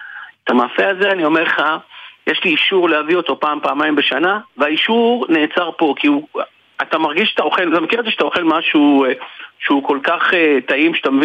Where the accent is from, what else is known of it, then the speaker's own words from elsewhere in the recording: Tel Aviv, Tel Aviv District, Israel; כי אני תל אביבי ואני מגיע לכל הנקודות בתוך תל אביב.